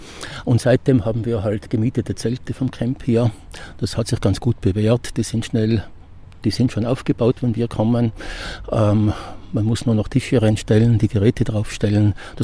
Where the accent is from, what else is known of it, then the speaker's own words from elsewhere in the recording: Tyrol, Austria; born there; ich komme aus Tirol